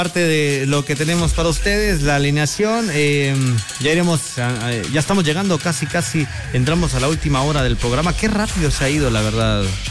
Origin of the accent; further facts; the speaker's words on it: Tuxtla Gutiérrez, Chiapas, Mexico; Gil es de donde yo soy, de Tuxtla Gutiérrez, Chiapas.